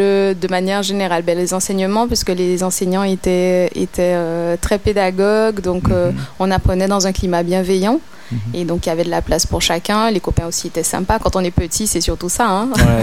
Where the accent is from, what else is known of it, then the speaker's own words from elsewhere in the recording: Baillif, Guadeloupe; moved away as an adult; also born or lived in Vieux-Habitants; now in Bordeaux, France; J'ai fait ma scolarité donc sur la Basse-Terre, donc primaire à l'école La Persévérance de Baïf, le collège à Basse-Terre, le lycée aussi. À Rivière-des-Pères, et puis ensuite je suis partie pour les études sur Bordeaux.